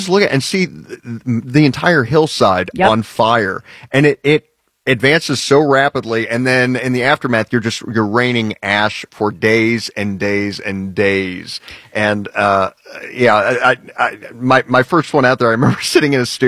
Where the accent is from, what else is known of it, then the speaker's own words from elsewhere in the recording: Indiana, United States; But growing up in Indiana, if a tornado hits your house, it's game over.